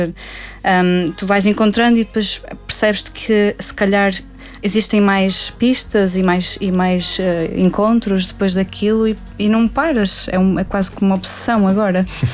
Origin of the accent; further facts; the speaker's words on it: Trás-os-Montes, Portugal; E eu, como cresci em Trás-os-Montes, apesar de que a minha história como artista sempre foi muito devota à minha raiz